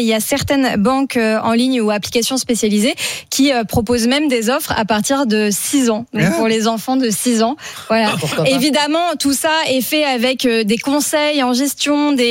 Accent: Normandy, France; je suis normande.

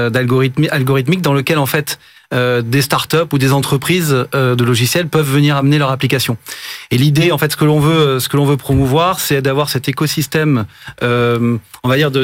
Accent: Toulouse, Occitanie, France; Alors, je suis de Toulouse.

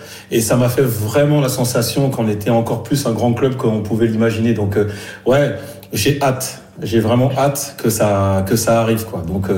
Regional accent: Paris, Île-de-France, France; moved away; Parce que quand on suit un club, tu vois, c'est pas parce que je suis parti de Paris que je laissais le club.

